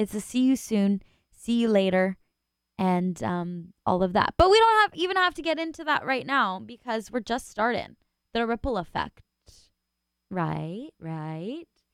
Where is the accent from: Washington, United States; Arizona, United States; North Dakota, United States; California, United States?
California, United States; now in San Francisco, United States; I am from SoCal